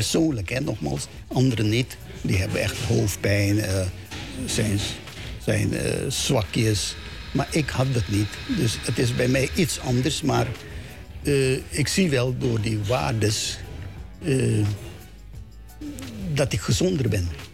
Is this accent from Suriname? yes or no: yes; Suriname; als Surinamers.